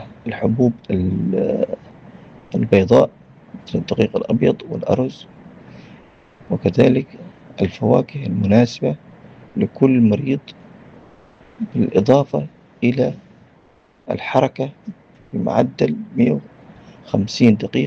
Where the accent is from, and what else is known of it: Yemen